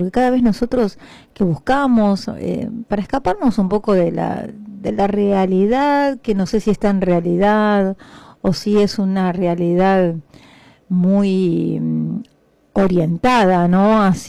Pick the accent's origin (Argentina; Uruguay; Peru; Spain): Argentina